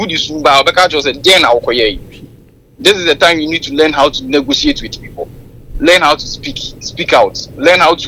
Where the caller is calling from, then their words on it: Kumasi, Ashanti, Ghana; I'm calling from Asokwa.